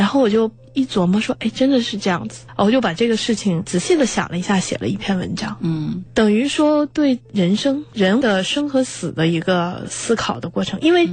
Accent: China; 我们中国人

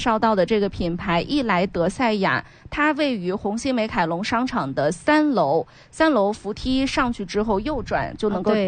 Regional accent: Yan'an, Shaanxi, China; accent: Yan'an dialect; 拿咱们延安话说

